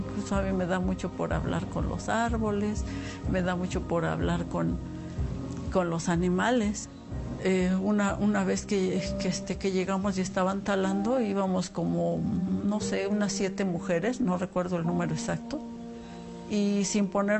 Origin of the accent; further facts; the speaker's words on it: Hidalgo, Mexico; Ser mujer aquí en mi pueblo, pues era complicado. Sobre todo viviendo mujeres solas, en nuestro caso. Mi madre batallaba con sus tres hijos sola. Un buen día, como a los 16, un poquito antes de los 16, agarré mis cosas y me fui de aquí.